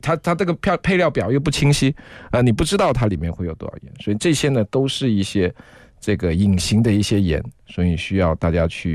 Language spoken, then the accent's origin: Chinese; Guangdong, China; 像我们潮汕人也好，广东人也好，我们做饭很讲究